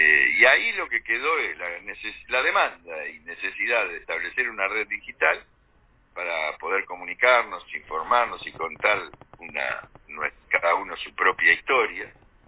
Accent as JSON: {"language": "Spanish", "country": "Argentina", "said": "nosotros venimos de Argentina, somos peronistas"}